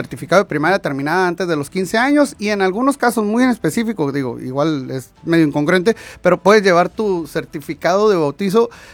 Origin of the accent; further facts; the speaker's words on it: Mexico; muchas personas como mexicanos